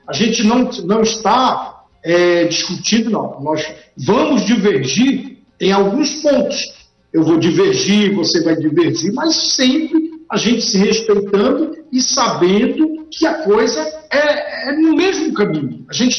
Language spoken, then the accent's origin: Portuguese; Pará, Brazil; a gente é paraense, a gente vai torcer pelos nossos clubes aqui.